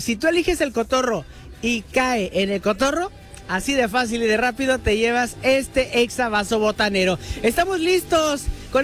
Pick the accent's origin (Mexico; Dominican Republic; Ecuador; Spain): Mexico; se siente que somos mexicanos todo el año